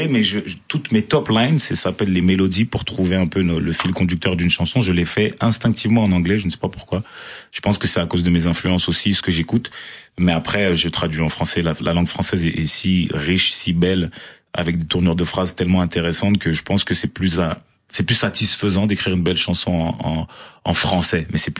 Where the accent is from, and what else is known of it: Marseille, Provence-Alpes-Côte d'Azur, France; born there